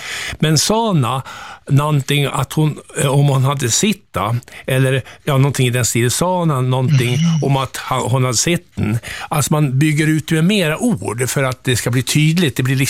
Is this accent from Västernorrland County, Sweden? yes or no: yes; Västernorrland County, Sweden; now in Umeå, Sweden; jag är ju ångermanlänning också